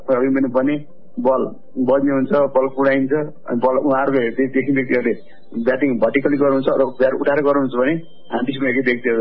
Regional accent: Lele, Lalitpur District, Bagmati, Nepal; म नेत्रहीन क्रिकेट संघ नेपालको अध्यक्ष। मेरो जन्म चाहिँ ललितपुर जिल्लाको लेले भन्ने ठाउँमा 2035 सालमा भएको हो

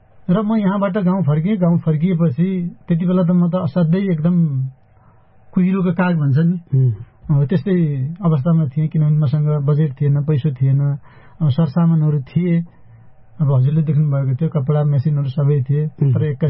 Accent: Gorkha, Gandaki Province, Nepal; born there; moved away; गोर्खाको पालुन्डर भन्ने ठाउँमा भनौँ न मेरो जन्मथलो

